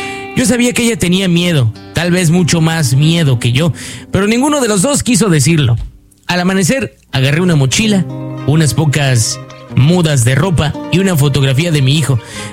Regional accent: La Ceiba, Atlántida, Honduras; born there; moved away as an adult; Nací en La Ceiba, Atlántida, Honduras, donde el calor se mete hasta en las paredes y el mar está tan cerca de uno que uno aprende a reconocerlo por el simple olor. Tenía 26 años cuando me fui.

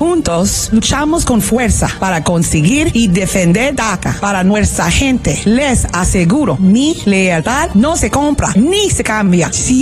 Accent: United States; Como latina, nacida y criada aquí mismo en el Southside, soy una hija de esta comunidad.

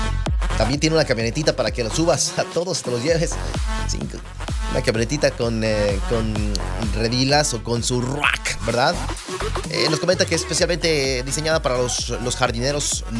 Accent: Mexico; también podremos celebrar como buenos mexicanos la victoria de México

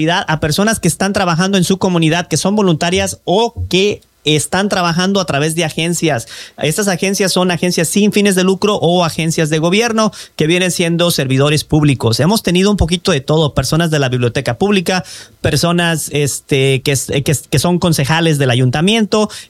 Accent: Colima, Mexico; Fíjate que en realidad tengo familia en Mérida, Yucatán. Saludos a la gente de Mérida. Obviamente yo soy de Colima.

